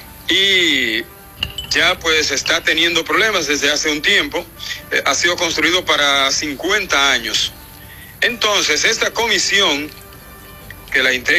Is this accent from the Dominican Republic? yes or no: yes; San Pedro de Macorís, Dominican Republic; now in Puerto Rico; de mi país, de mi pueblo, San Pedro de Macorís